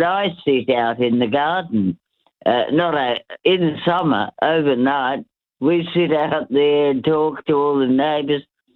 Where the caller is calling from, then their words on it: Western Australia, Australia; I am a West Australian, a true blue West Australia person.